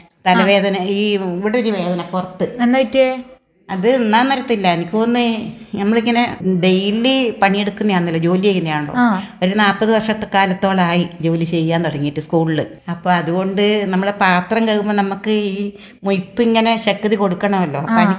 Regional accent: Pandalam, Kerala, India; എന്റെ സ്വന്തം നാട് പന്തളമാണ്. നമ്മൾ പത്തനംതിട്ട ജില്ലക്കാരാ.

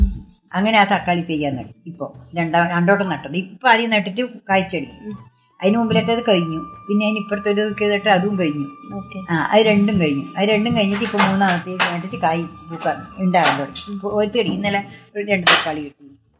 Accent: Aduvappuram, Kerala, India; Aduvappuram, Aduvappuram

